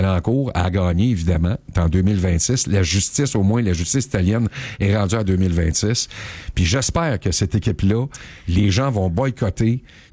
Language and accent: French; Quebec, Canada; ici, au Québec, chez nous, en Outaouais